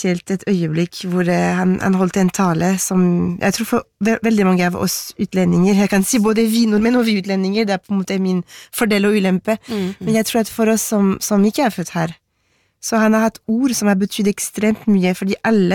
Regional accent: Paris, Île-de-France, France; now in Norway; da jeg vokste opp i Paris, hvor jeg ble forklart at vi franskmenn

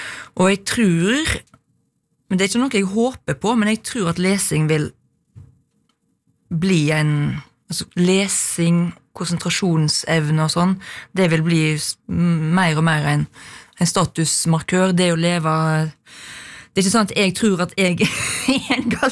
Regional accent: Ølen, Rogaland, Norway; born or raised there

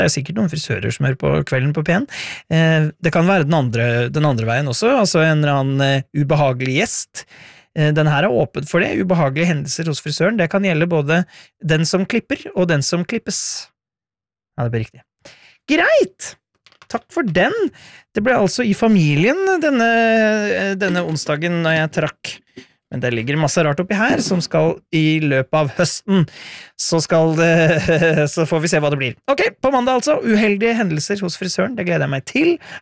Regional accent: Innlandet, Norway; accent: Eastern Norwegian; Jeg snakket litt om dialekt, for jeg kommer egentlig fra Hedmarken, men har aldri snakket hedmarksdialekt sånn.

